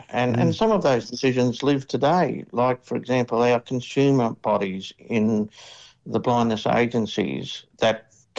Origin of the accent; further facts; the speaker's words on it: Kurri Kurri, New South Wales, Australia; born there; I was born in Kurri, that's K-U-R-R-I twice, in the coal fields, as they used to be called. I think they probably still are, in the Hunter Valley of New South Wales.